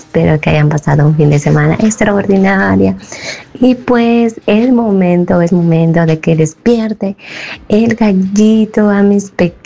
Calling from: Cajamarca, Peru; les hablo de Cajamarca.

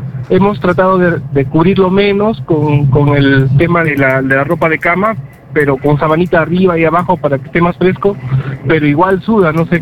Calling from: Cajamarca, Peru; llamo de Cajamarca.

